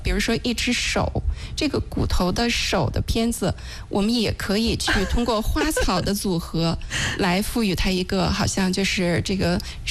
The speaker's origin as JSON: {"language": "Chinese", "country": "China", "said": "这个首先篆刻我觉得中国人啊，作为中国人，很多人都特别喜欢篆刻。"}